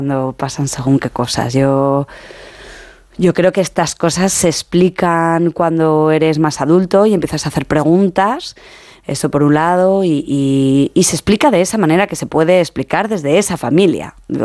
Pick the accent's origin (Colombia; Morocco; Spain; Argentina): Spain; Esto viene también como como de mi pueblo. Mi pueblo estaba entre medio de Zaragoza y Madrid, y entonces había mucho tráfico los domingos